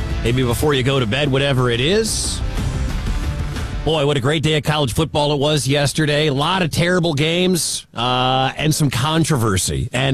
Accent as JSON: {"language": "English", "town": "Detroit", "region": "Michigan", "country": "United States", "said": "I'm originally from Detroit, and I grew up a Mich"}